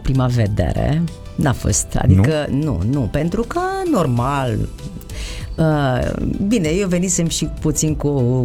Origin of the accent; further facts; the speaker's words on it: Rucăr, Argeș, Romania; now in Constanța, Romania; Dar eu sunt de acolo, din Rucăr, sunt munteancă și dobrogeancă, așa, un mix interesant, zic eu.